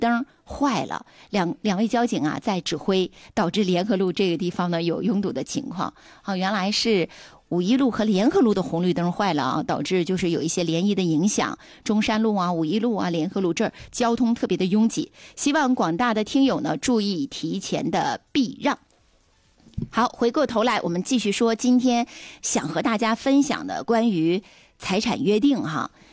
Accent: China; 我们中国人避免不了去考虑这些问题。

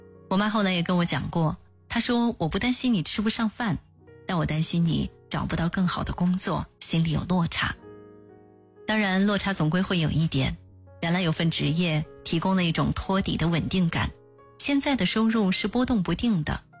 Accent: Shanghai, China; 我是上海人，没有房贷，到现在也不开车

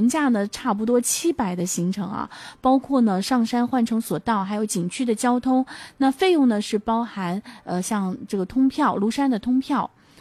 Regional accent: Jiangxi, China; 你别说我们江西人了

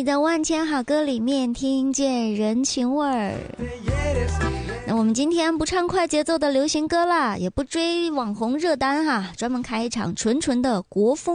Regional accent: China

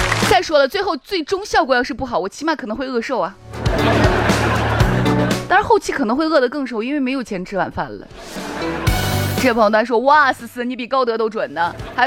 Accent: China; 原来我们中国人非常喜欢叫恨海情天那种爱情方式。

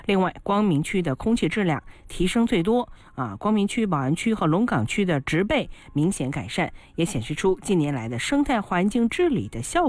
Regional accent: Northeast China, China; 这个脑门大这个我们东北人叫奔的头

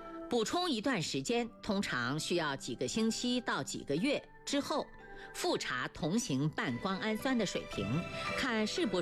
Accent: China; 这在亚洲人群包括我们中国人当中相对常见

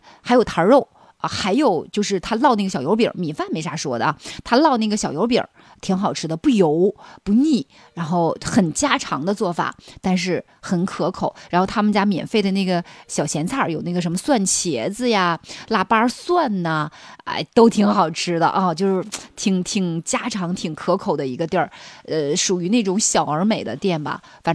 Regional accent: Northeast China, China; 反正可能我是东北人，非常符合我东北人的口

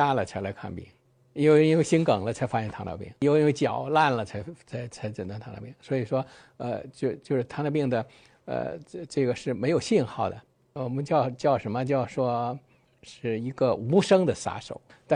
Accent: China

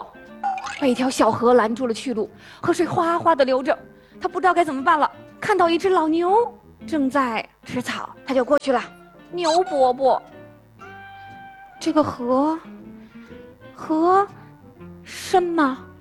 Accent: Hong Kong; 大家好，我是来自香港的 … 。今天呢是我第一次在内地给小朋友们上课

